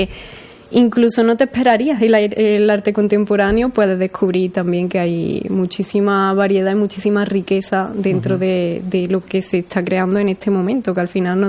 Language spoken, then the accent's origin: Spanish; Casariche, Andalusia, Spain; Somos cuatro de Casariche